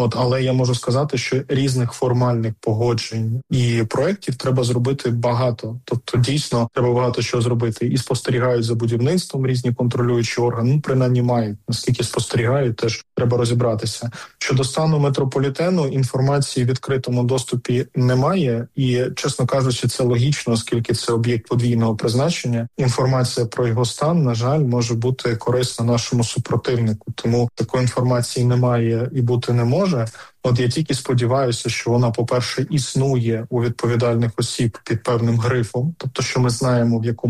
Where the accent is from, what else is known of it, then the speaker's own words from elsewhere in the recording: Kyiv, Ukraine; Ну, власне, ми це вміємо, ми кияни це вміємо.